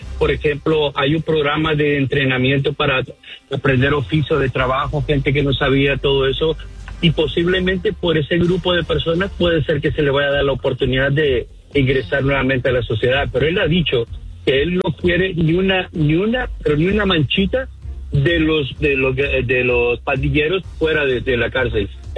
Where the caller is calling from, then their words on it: New Jersey, United States; Good morning, pero soy de Nueva Jersey, estrellita, me cambiaron ya el estado.